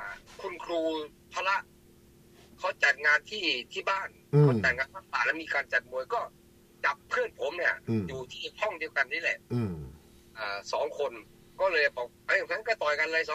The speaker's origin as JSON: {"language": "Thai", "area": "Kut Rang district", "region": "Maha Sarakham", "country": "Thailand", "tie": "born or raised there", "moved": "yes", "said": "เกิดกำเนิดเกิดที่เมื่อก่อนเป็นอำเภอบ่อระเบือแต่ตอนนี้มาเป็นอำเภอกุดลังแล้วครับมันเปลี่ยนอำเภอมา"}